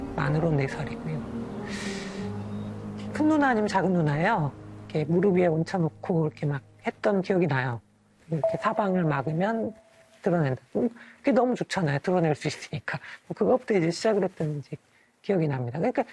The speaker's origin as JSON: {"language": "Korean", "town": "Sinan", "region": "South Jeolla", "country": "South Korea", "tie": "born or raised there", "said": "제 고향 신안에서 하게 돼서"}